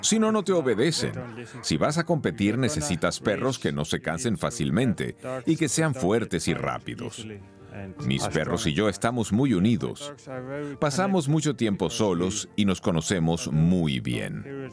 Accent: Sisimiut, Greenland; Este año se celebra aquí en mi ciudad natal, Sisimiu

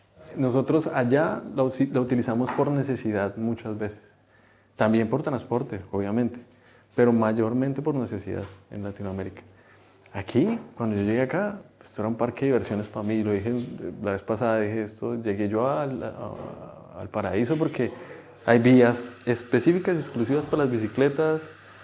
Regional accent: Eje Cafetero, Colombia; moved away as an adult; hay un cafeterito que se vino a reparar bicicletas

